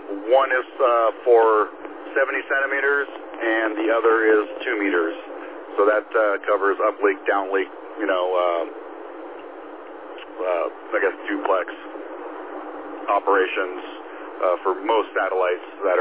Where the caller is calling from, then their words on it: California, United States; So I'm from SoCal.